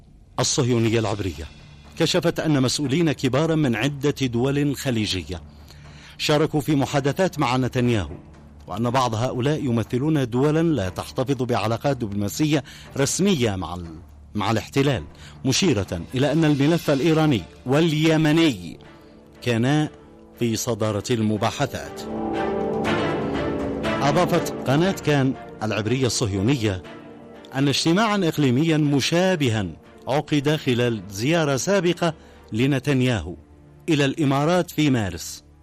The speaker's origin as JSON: {"language": "Arabic", "country": "Yemen", "said": "عندما شنوا العدوان على بلادنا اليمن"}